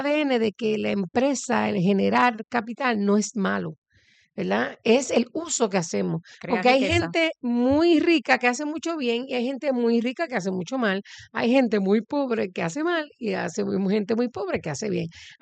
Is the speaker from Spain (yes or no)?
no; Naguabo, Puerto Rico; soy líder comunitaria de Movimiento Nahuabo Somos Todos, que es nuestro pueblo de Nahuabo, ciudad que ves el sol al nacer.